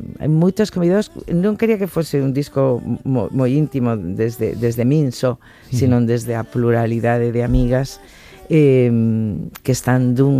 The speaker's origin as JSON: {"language": "Galician", "town": "Mos", "region": "Galicia", "country": "Spain", "tie": "born or raised there", "said": "compuxena pensando nas súas voces de mulleres indómitas e fortes da miña terra, de Sanguiñeda, de Mos."}